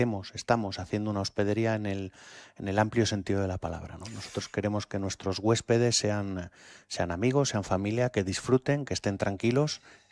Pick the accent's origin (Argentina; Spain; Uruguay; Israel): Spain; La Bañeza, Castile and León; moved away as an adult; now in Extremadura, Spain; soy de León, de un pueblo que se llama